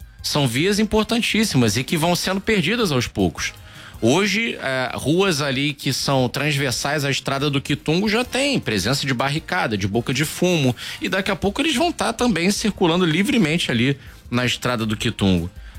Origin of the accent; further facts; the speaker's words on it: Rio de Janeiro, Brazil; eu citei mais cedo onde eu fui criado, pega ali o conjunto do Ipaze, não é o mesmo conjunto do Ipaze que a gente citou lá na Praça C, que é um homônimo, né? Que fica ali na Vila Cosmos, Vicente de Carvalho.